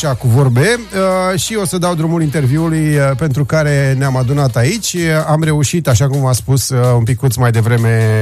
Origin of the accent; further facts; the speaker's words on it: Călăraș, Călărași District, Moldova; ca și călărășeni, ar trebui să nu ne fie rușine că suntem din Călăraș, dintr-un oraș mic. Nu știu, eu nu înțeleg acest sentiment. Eu unde mă duc, eu spun că sunt din Călăraș.